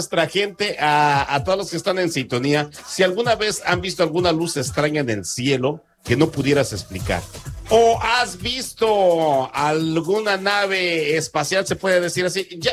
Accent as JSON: {"language": "Spanish", "country": "Mexico", "said": "eso es parte de la gran magia que tenemos nosotros como mexicanos"}